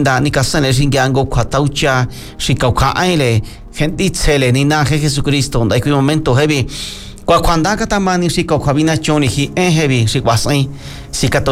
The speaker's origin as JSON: {"language": "Spanish", "country": "Mexico", "first_language": "Mazatec", "second_language": "Spanish", "said": "nuestra lengua materna, mazateca"}